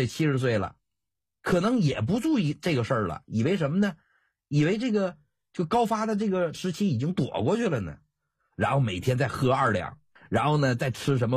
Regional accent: Northeast China, China; 咱们东北话

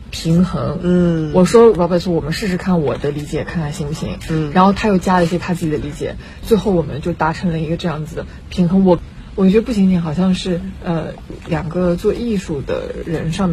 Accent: China; 但是我们中国人的那个文化里面，我们比较欣赏大团圆的结局

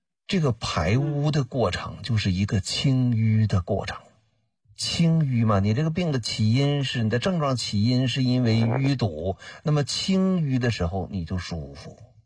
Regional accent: northern China, China; 你看我是北方人哈

